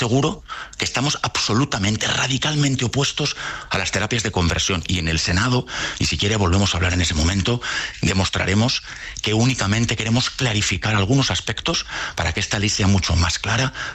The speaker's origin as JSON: {"language": "Spanish", "country": "Spain", "said": "pero a todos como españoles y españolas nos han colocado en un ejemplo para otros países."}